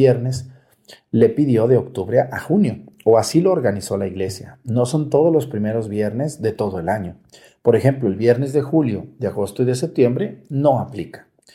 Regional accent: Mexticacán, Jalisco, Mexico; Y invito a la gente de mi pueblo, de Mesticacán, que se vayan al santuario a vender comida y paletas y cañas y fruta y agua fresca y todo lo que puedan.

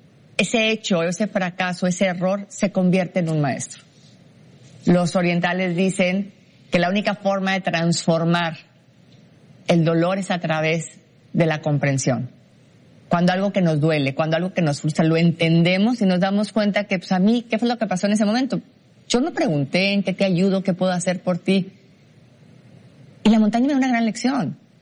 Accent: Mexico; vengo de México

